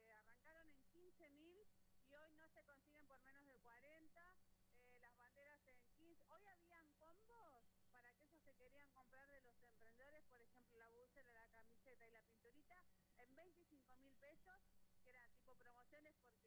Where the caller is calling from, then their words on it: San Patricio del Chañar, Neuquén, Argentina; Hoy San Patricio del Sañar lo siente así, hemos salido a las calles, hemos copado todas las veredas y estamos aquí, siendo más argentinos que nunca. Yo le digo la verdad, soy casi 79